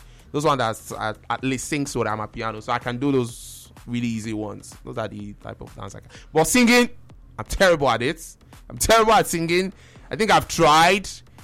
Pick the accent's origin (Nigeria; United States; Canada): Nigeria; Delta; I'm from Delta State, so I have a big heart.